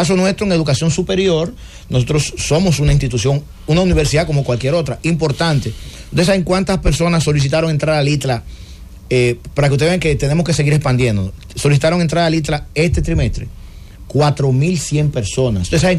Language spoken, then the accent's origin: Spanish; Villa Mella, Santo Domingo, Dominican Republic; No, yo me crié en Villamella orgullosamente.